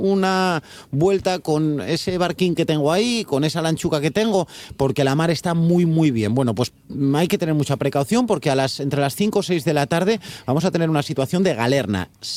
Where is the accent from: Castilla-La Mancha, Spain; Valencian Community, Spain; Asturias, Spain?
Asturias, Spain; Claro, somos protestones, los asturianos somos repunantucos, entonces protestamos siempre por todo